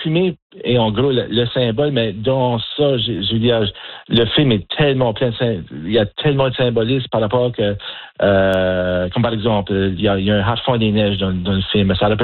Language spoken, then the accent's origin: French; Acadia, Canada; je suis acadien, je suis père de famille